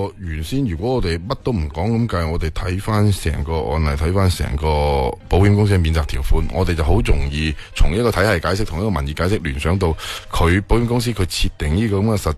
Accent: Guangdong, China; 我哋广东人最兴讲嗰句咧，话唔埋噶嘛。

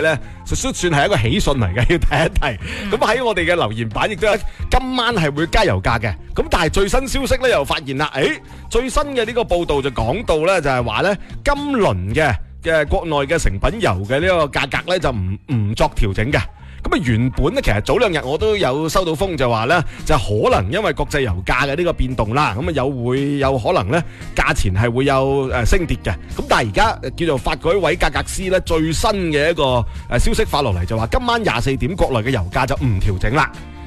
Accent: Guangdong, China; 对于我哋广东人嚟讲

